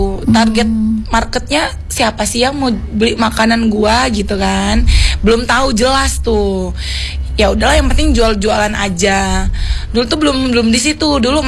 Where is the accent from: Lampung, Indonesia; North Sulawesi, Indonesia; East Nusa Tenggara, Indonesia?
Lampung, Indonesia; Kota Agung; moved away; Kebetulan aku nih orang Kota Agung. Tahu kan Tanggamus, orang pesisir, Lampung pesisir.